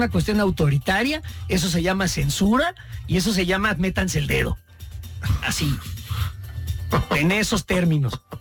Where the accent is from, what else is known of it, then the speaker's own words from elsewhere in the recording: Mexico; Yo soy tan mexicano como ese señor que está bailando de concha.